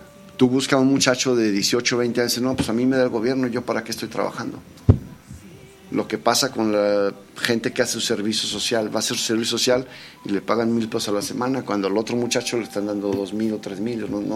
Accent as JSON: {"language": "Spanish", "country": "Mexico", "said": "cosas que de veras necesitemos los mexicanos"}